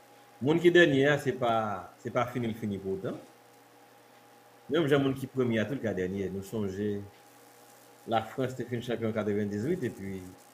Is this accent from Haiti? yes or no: yes; Haiti; Mais c'est pas trop coin dans la tête maintenant en tant qu'Haïtien